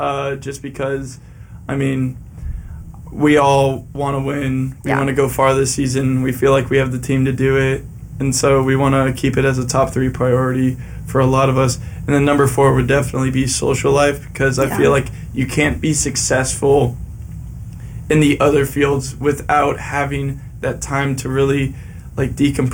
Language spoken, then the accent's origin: English; Bethesda, Maryland, United States; born there; also born or lived in Arlington, Virginia; Yeah, I was born in Bethesda, Maryland, lived in like Arlington, Virginia area